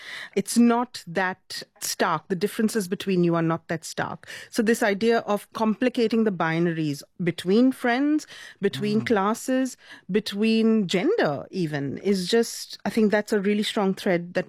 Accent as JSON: {"language": "English", "country": "India", "tie": "born or raised there", "said": "Growing up in India, we had a very different 80s"}